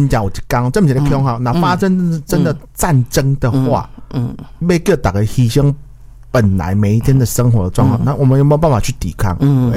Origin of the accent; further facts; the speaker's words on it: Taiwan; 我们台湾人啊，来，然后去公办公桌吃早餐哦